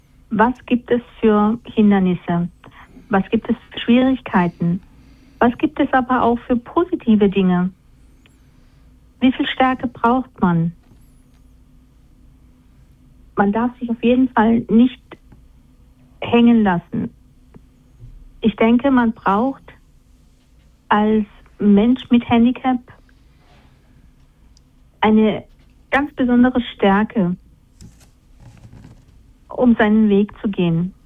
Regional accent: Germany; born there; now in Rauenberg, Germany; ich bin in Deutschland tatsächlich geboren. Ich wohne in einer kleinen Stadt in der Nähe von Heidelberg. Zur Schweiz direkt habe ich keinen Bezug.

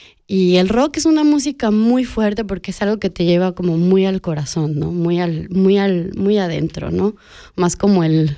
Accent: Mexico; now in Switzerland; como latinoamericanos y mexicanos

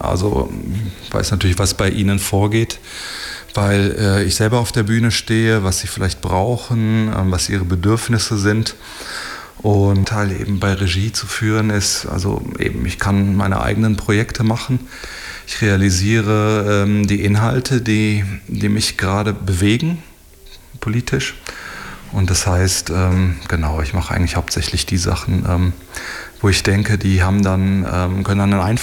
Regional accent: Germany; now in Bern, Switzerland; weil ich bin in Deutschland aufgewachsen, wie man hört.

